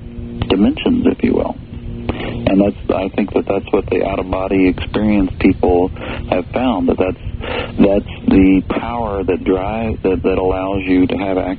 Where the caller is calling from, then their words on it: St. Louis, Missouri, United States; I'm calling from St. Louis.